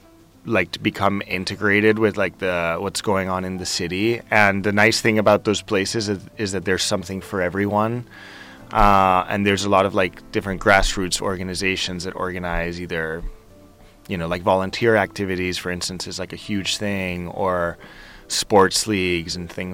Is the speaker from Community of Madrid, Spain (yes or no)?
no; Sant Just Desvern, Catalonia, Spain; first language Spanish; English is a second language; moved away as an adult; also born or lived in New York; especially like growing up in Sant Just, Barcelona was like, it's like the city, right?